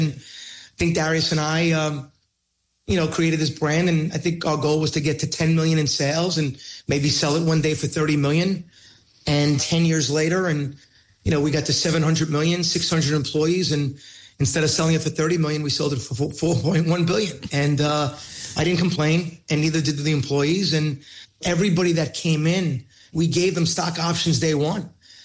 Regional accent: Queens, New York, United States; That's why I always say … from Queens, right?

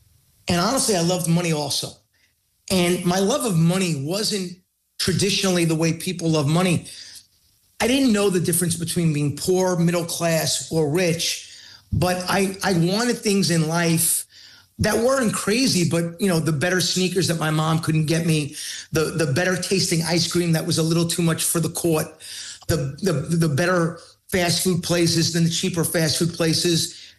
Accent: Queens, New York, United States; That's why I always say … from Queens, right?

